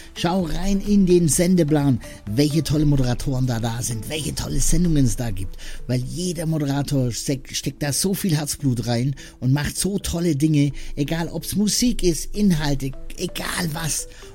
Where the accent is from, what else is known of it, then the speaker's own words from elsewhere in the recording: Swabia, Germany; Und das ich als Schwabe, gell?